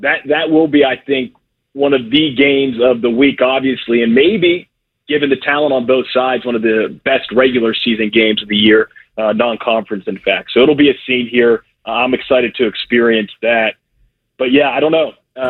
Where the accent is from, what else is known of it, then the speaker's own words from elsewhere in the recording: Pittsburgh, Pennsylvania, United States; I'm from Pittsburgh, born and raised, went to Penn State.